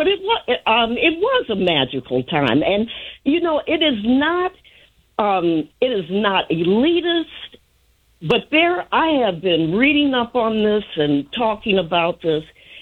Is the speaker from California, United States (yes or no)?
no; Chicago, Illinois, United States; I grew up in Lake Meadows, as you all know, and I went to Pershing School.